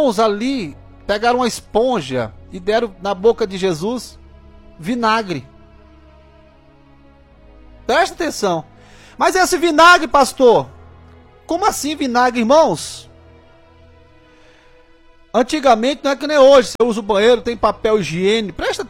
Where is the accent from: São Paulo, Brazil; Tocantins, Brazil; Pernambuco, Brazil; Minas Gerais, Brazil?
Tocantins, Brazil; also born or lived in Goiás; Falei igual mineiro agora, né? Apesar de ser goiano, né? Eu sou lá, eu sou do natural do Tocantins